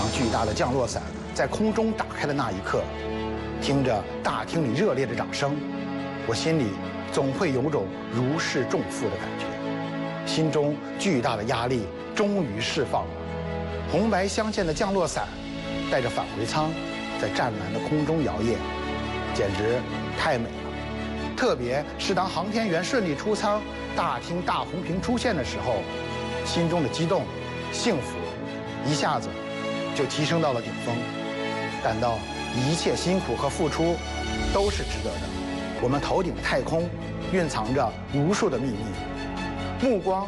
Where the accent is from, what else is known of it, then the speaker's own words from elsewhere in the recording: China; 是我们每一个中国人都为之骄傲自豪的事情。